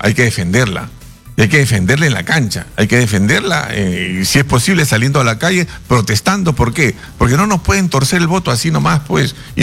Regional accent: Peru

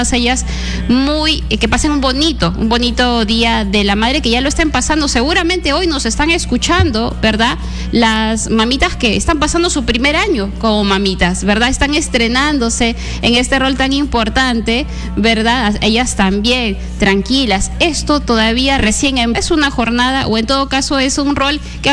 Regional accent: Lambayeque, Peru; mamitas lambayecanas, mamitas chiclayanas de Ferreñafe, de Lambayeque, de Chiclayo, de los 38 distritos que conforman nuestra región Lambayeque

